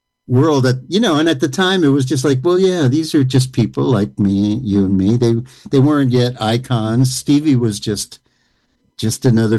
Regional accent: Queens, New York, United States; now in Nashville, United States; Forest Hills, New York is where I'm from originally. And then I went to school in D.C.

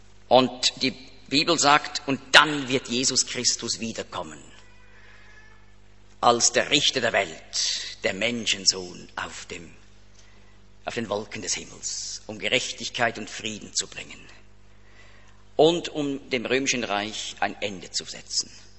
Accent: Zurich, Switzerland; Er ist ja auch in der Schweiz, da ganz nahe. Da, wo ich aufgewachsen bin, ist er da über die Limmat, da steht noch ein Gedenkstein.

